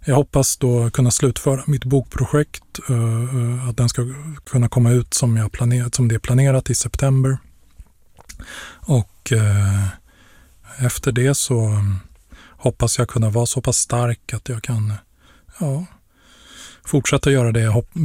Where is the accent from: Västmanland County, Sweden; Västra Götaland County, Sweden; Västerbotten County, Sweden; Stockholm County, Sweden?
Stockholm County, Sweden; Stockholm; Jag är ju uppvuxen i Stockholm. Jag åkte ju alltid tunnelbana sedan jag var liten unge.